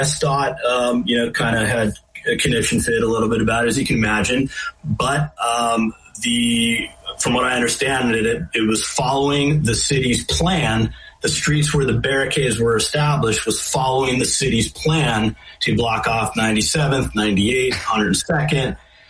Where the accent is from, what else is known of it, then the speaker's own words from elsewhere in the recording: Los Angeles, California, United States; So I grew up in Los Angeles in the 80s.